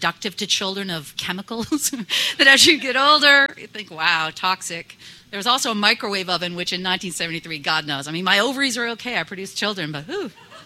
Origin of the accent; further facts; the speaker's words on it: Barre, Vermont, United States; I grew up in Barrie in the 1970s, a family of eight, six kids